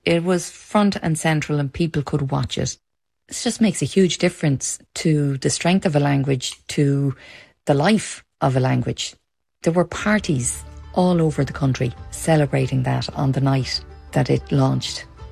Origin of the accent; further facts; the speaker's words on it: Dublin, Leinster, Ireland; I was coming from Dublin with learned Irish. I was not a native speaker, and I had great difficulty understanding the native speakers when they would speak too fast.